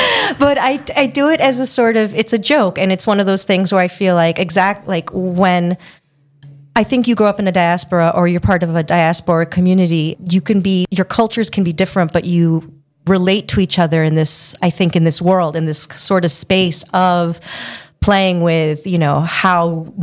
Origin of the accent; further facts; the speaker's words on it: Queens, New York, United States; now in Michigan, United States; because I grew up in New York and Queens